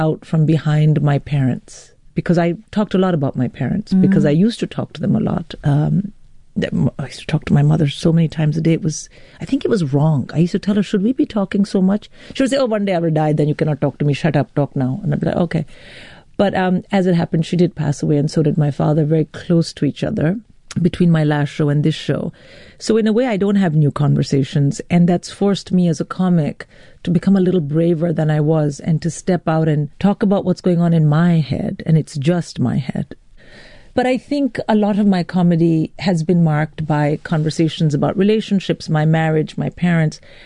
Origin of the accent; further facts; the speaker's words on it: United Kingdom; they sometimes want to call me an Indian comic. And I say, no, I'm an Indian British comic.